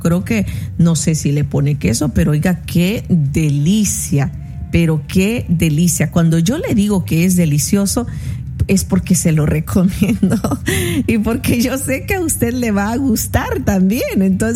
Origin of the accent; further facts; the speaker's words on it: La Unión, El Salvador; Incluso en mi departamento, de donde yo soy, en El Salvador, en el departamento de La Unión, los nuegados no son como tortitas, son redonditos, como donitas, como unas mini donuts.